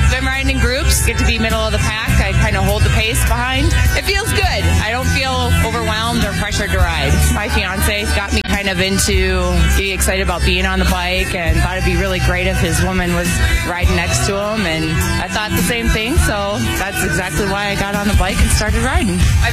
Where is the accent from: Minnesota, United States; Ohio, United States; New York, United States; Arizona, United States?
Minnesota, United States; Minneapolis; I'm from Minneapolis, Minnesota.